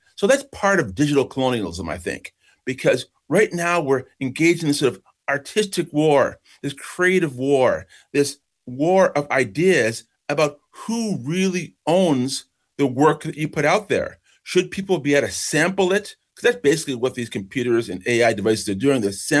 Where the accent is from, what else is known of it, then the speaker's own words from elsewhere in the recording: Brockport, New York, United States; also born or lived in Kingston, Jamaica; I was born in Kingston, Jamaica, but I grew up in Brockport, New York. My parents were both college professors